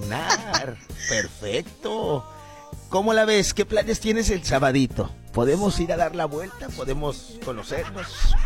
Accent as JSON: {"language": "Spanish", "town": "Badiraguato", "region": "Sinaloa", "country": "Mexico", "said": "Badiraguato, yo soy de Badiraguato."}